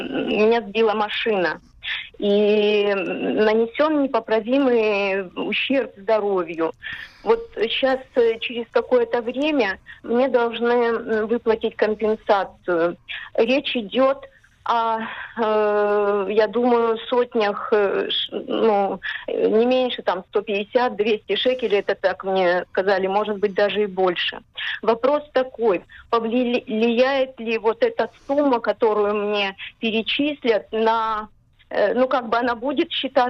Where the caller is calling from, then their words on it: Haifa, Haifa District, Israel; из Хайфы. Мне сейчас 69 лет.